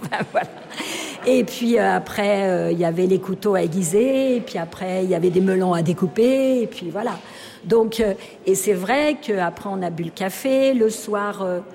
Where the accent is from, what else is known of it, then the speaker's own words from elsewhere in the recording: Jonchères, Auvergne-Rhône-Alpes, France; je viens de Jonchère. Derrière, il y a le Prémol qui arrive après, de l'autre côté, sur Bellegarde, où il y a eu le feu à Montlahuc.